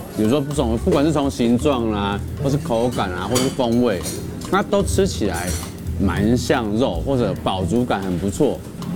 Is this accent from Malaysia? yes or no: no; Banqiao, New Taipei, Taiwan; born there